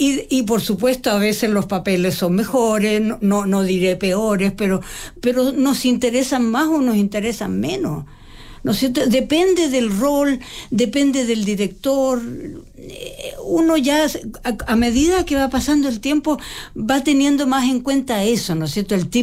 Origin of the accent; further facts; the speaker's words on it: Chile; also born or lived in Mexico; y mi papá tenía unos parientes en Chile, y cuando yo tenía 7 años, decidió venir a Chile a probar, y aquí ya, por supuesto, estudié todo